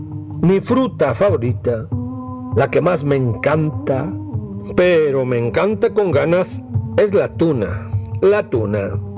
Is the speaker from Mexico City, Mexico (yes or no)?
yes; Mexico City, Mexico; moved away; las que yo comí allá en mi tierra, en mi México querido, allá en el DF.